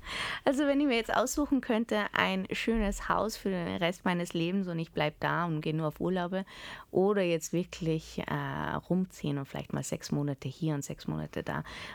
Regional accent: Port Harcourt, Rivers, Nigeria; also born or lived in Lagos; Und haben sie gefragt, wo ich aufgewachsen bin. Da habe ich gesagt, eben Port Harcourt, Lagos und so weiter.

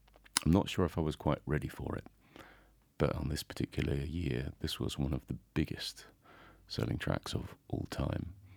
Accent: England, United Kingdom; now in Zell am See, Austria; I'm actually from England. I'm a ski instructor in Zelemzee in Salzburgerland.

